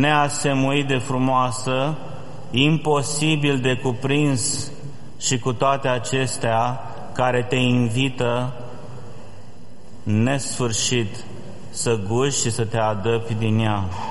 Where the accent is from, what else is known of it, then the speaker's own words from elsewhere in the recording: Romania; ne dă curaj nouă ca români